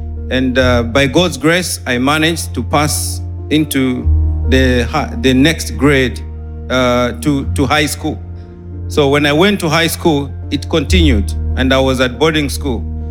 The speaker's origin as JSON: {"language": "English", "country": "United Kingdom", "said": "I come from United Kingdom. I come from a very humble background. I was born premature, around 6 months."}